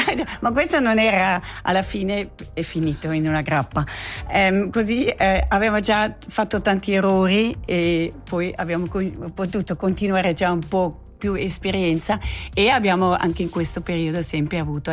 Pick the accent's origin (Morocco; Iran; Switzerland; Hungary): Switzerland; Zurich; Allora, io sono nata, cresciuta a Zurigo, proprio centro città.